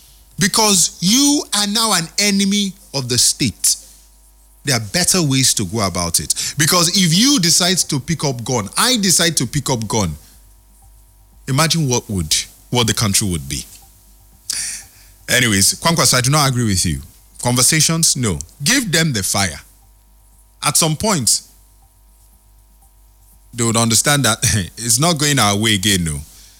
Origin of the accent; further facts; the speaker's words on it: Niger Delta, Nigeria; I grew up in the Niger Delta.